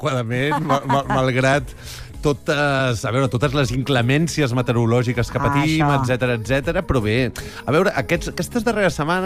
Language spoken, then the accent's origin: Catalan; Barcelona, Catalonia, Spain; alguns oients ja sabeu que sóc del Guinardó